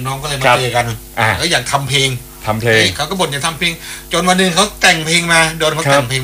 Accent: Udon Thani, Thailand; ผมก็อุดรเหมือนกัน

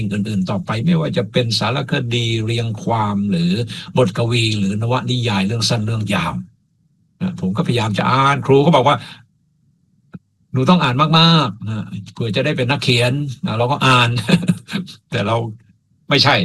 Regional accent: Pak Chong, Nakhon Ratchasima, Thailand; ผมเป็นคนปากช่อง

